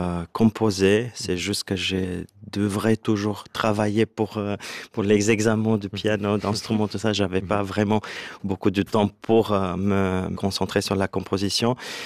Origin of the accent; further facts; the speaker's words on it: Romania; now in Switzerland; Je viens de Roumanie et ça fait déjà presque 15 ans que je suis en Suisse.